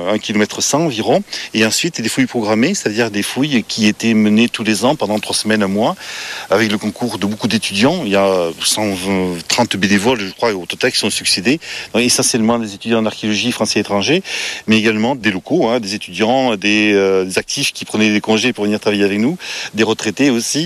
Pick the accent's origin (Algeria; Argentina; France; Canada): France; Verse; born there; now in Cabourret, France; je suis archéologue, je suis né à Verse et j'habite maintenant à Cabourret.